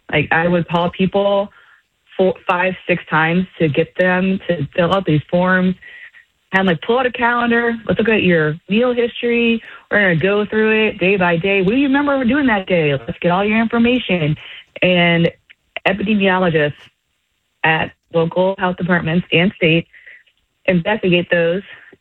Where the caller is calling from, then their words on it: Rockville, Maryland, United States; I'm calling from Rockville.